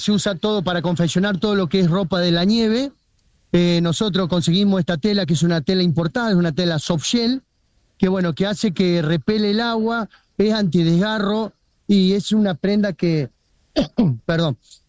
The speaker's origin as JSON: {"language": "Spanish", "town": "Firmat", "region": "Santa Fe", "country": "Argentina", "said": "soy de Firmá, provincia de Santa Fe."}